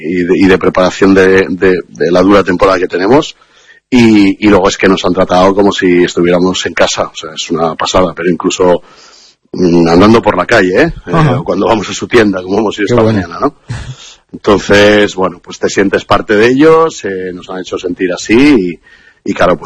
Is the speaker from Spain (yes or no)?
yes; Spain; como español que era, que soy